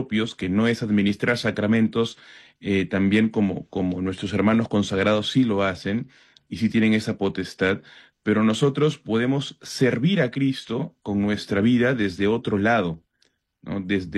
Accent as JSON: {"language": "Spanish", "country": "Peru", "said": "como ciudadanos, como peruanos"}